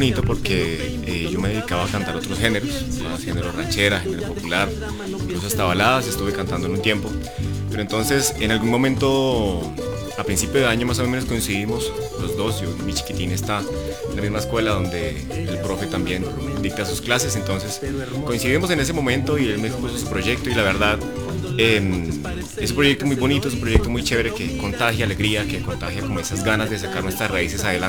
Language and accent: Spanish; Miraflores, San Eduardo, Zetaquira, Boyacá, Colombia; Creo que todos somos del casco urbano, ¿verdad? Somos de Miraflores, de Berbeo, San Eduardo y principalmente el proyecto que viene del municipio de Zetaquira.